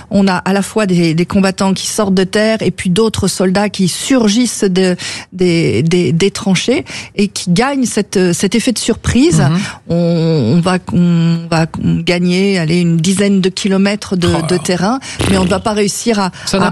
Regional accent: Arras, Hauts-de-France, France; chez nous à Arras

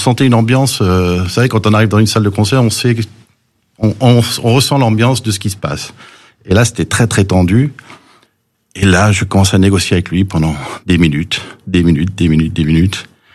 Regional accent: Lunéville, Grand Est, France; French is a second language; also born or lived in California, United States / Nancy, France; Alors je suis né aux États-Unis de père américain et de mère française. Et je suis arrivé de Californie à 8 ans. Je ne parlais pas un mot de français.

